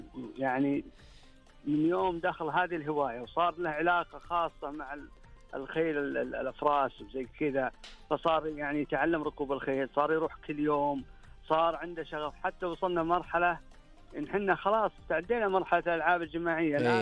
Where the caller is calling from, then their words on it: Tabuk, Tabuk Province, Saudi Arabia; أكلمك من منطقة تبوك، مدينة تبوك